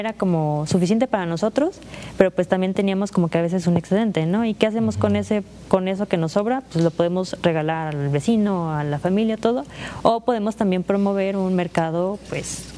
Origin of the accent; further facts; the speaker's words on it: Xalapa, Veracruz, Mexico; Por ejemplo, yo que soy de Jalapa, pues no tenía hasta antes de llegar aquí, pues una cercanía con la producción o con el campo, ¿no?